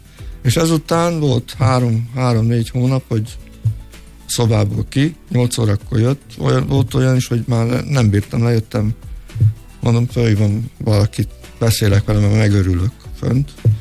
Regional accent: Hungary; moved away as an adult; nem, magyar vagyok.

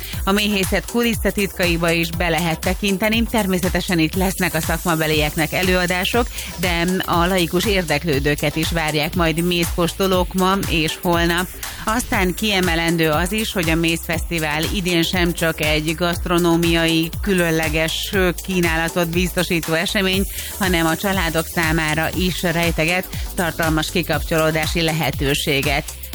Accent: Kaposvár, Somogy, Hungary; amelyre bizony méltán büszkék lehetünk kaposváriként.

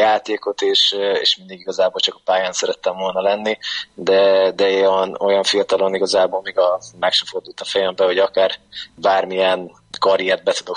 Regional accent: Veszprém, Veszprém County, Hungary; mivel veszprémi srác vagyok, ott ugye a kézilabda erős

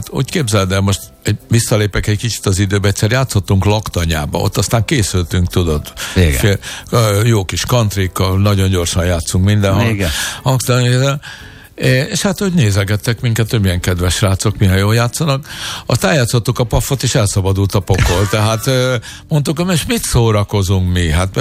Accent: Hungary; mi magyar gyerekek vagyunk

